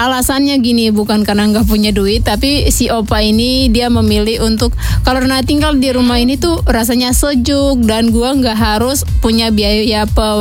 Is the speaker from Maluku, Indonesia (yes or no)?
yes; Maluku, Indonesia; Nah, Kisar itu di kampung halaman aku di pelosok Indonesia ya, Sonoresia.